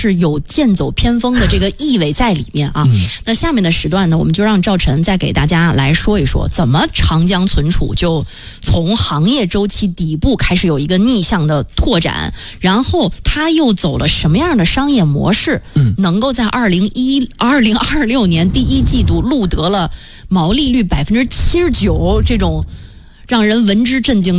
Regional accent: China; 我觉得至少作为中国人吧，就是为我们中国有这样的企业还是应该感到很自豪的

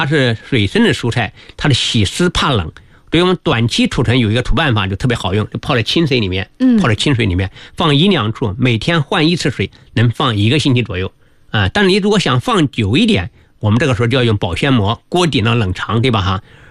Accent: Hubei, China; 因为我老家是湖北的，我们湖北就种的这种山药

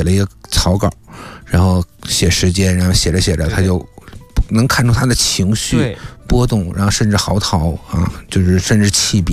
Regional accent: China; 不是我们仅仅我们是中国人，我们才鼓吹啊或者吹捧

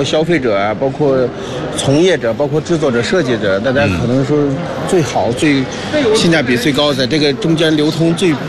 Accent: Hebei, China; 因为我家乡就是河北嘛

